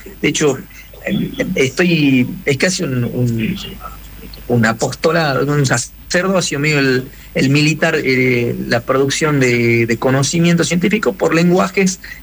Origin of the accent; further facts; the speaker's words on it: northern Argentina, Argentina; nunca jamás alguien ha pensado que yo era argentino